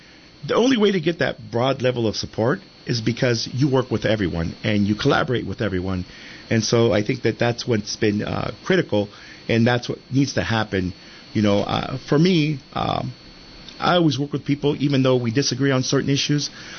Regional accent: Watsonville, California, United States; I was born and raised in Watsonville.

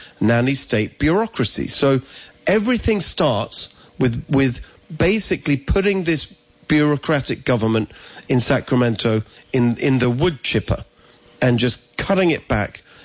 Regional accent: England, United Kingdom; now in United States; So we moved here from England, as people can hear my accent. I'm not originally from here.

